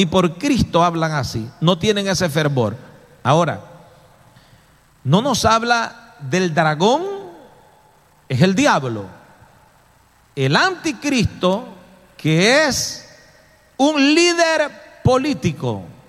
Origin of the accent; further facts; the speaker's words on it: El Salvador